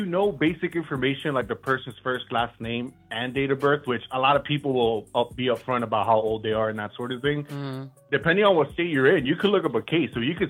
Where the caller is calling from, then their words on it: Miami, Florida, United States; How's it going, Breakfast Club? Good morning. I'm calling from Miami, Florida.